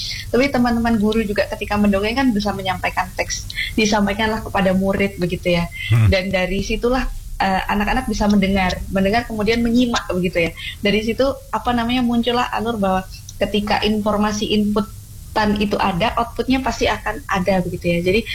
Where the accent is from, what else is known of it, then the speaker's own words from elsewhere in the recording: Java, Indonesia; Saya sebagai orang Jawa ya